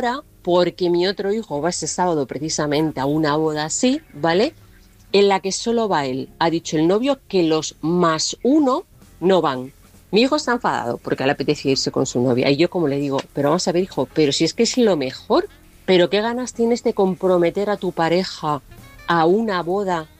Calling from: Toledo, Castilla-La Mancha, Spain

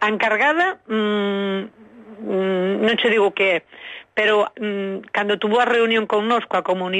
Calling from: Pontevedra, Galicia, Spain; Pontevedra.

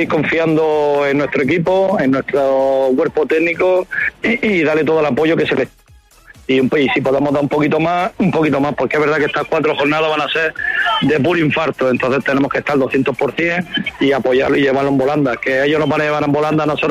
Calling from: Almería, Andalusia, Spain

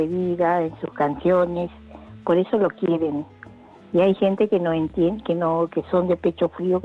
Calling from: Trelew, Chubut, Argentina; de Trelew.

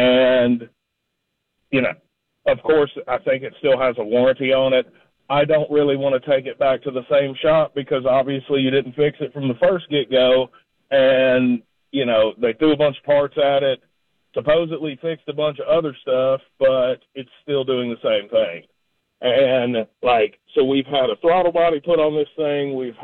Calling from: Lebanon, Tennessee, United States; I'm from the Lebanon area.

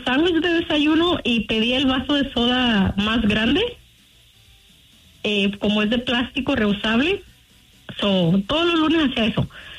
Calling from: Manteca, California, United States; De aquí, de la ciudad de Manteca, California.

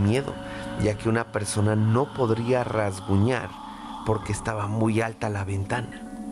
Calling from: Ecatepec de Morelos, State of Mexico, Mexico; de Ecatepec de Morelos.

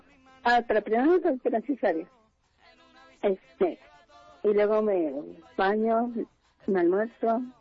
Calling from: Mexico City, Mexico; De la Gustavo Madrón

